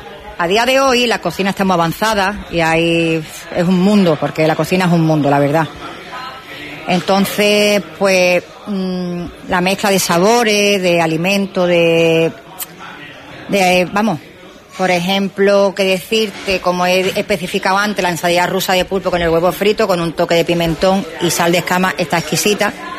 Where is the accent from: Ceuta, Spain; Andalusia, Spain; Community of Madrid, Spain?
Ceuta, Spain; para que vea que somos ceutí, que lo llevamos en la sangre, que tenemos que luchar por nuestra tierra.